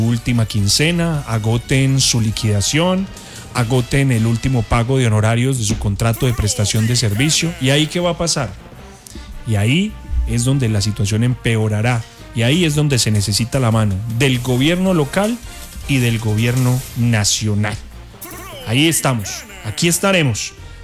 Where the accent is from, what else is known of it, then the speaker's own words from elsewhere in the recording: Pereira, Risaralda, Colombia; porque eso es lo que somos los pereiranos. Solidaridad.